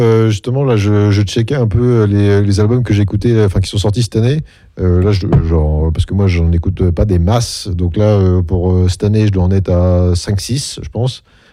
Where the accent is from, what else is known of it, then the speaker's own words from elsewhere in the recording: France; chez nous, en France et en Europe.